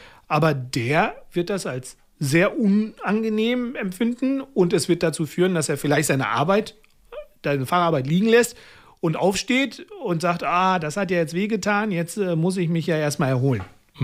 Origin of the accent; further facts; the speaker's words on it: Pakistan; Mal jetzt zum Beispiel aus meinem Heimatland in Pakistan zum Beispiel